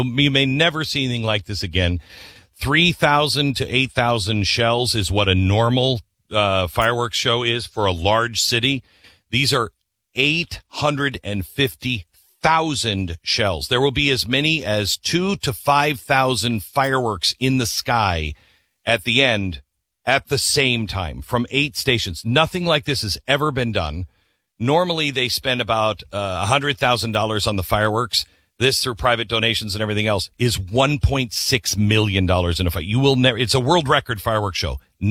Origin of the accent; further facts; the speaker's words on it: West, United States; Now, I'm from the West. I'm stupid.